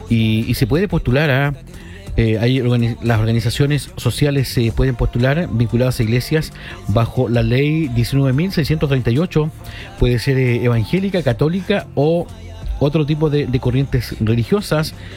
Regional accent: Chile; todos somos chilenos

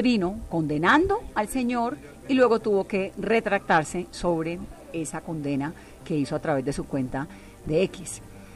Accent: Colombia

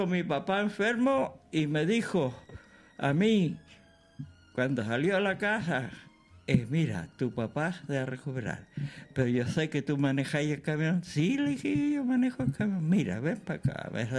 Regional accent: Isla de Maipo, Santiago Metropolitan Region, Chile; Entonces yo ahí ya me vine a la isla de Maipo.

